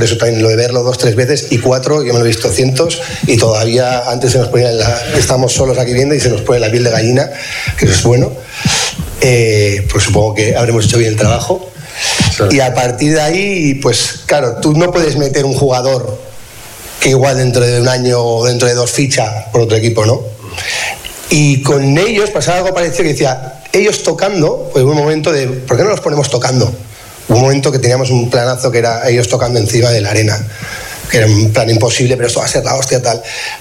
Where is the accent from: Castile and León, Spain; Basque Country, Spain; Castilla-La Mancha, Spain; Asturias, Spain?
Basque Country, Spain; Bilbao; soy de Bilbao